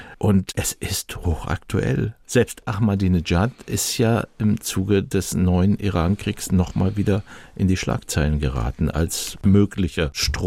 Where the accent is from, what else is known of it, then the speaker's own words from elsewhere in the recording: Germany; Es liest sich als Deutscher natürlich auch erschreckend